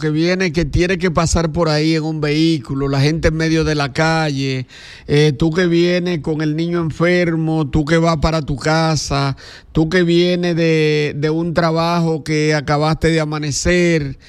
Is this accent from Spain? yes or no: no; Dominican Republic; como dominicanos, como bauruquenses